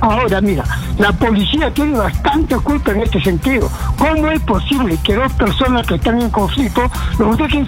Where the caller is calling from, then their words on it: Puno, Peru; desde Puno.